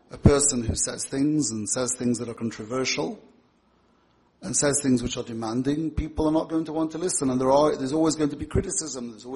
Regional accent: Manchester, North West England, United Kingdom; I grew up in Manchester, in England. My grandfather was a Chabad Chosid from Dvinsk. My father was brought up in London between the First and Second World War

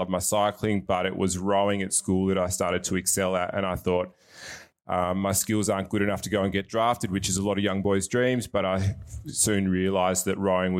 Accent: Hamilton, Victoria, Australia; also born or lived in Geelong; We grew up in Country Victoria in the Western District in Hamilton.

